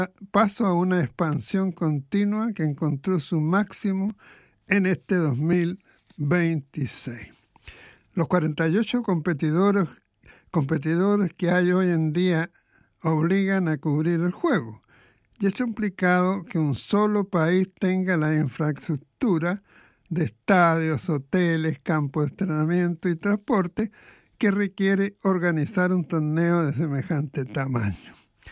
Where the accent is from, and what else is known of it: Chile